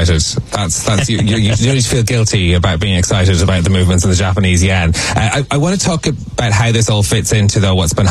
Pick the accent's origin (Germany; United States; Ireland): Ireland; Oh, I mean, I'm Irish, so I feel guilty about everything